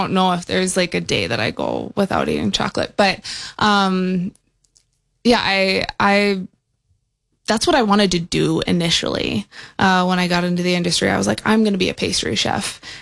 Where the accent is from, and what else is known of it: Minnesota, United States; born or raised there